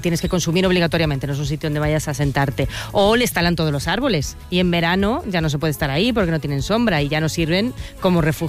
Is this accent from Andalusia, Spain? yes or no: no; Ferrol, Galicia, Spain; yo soy gallega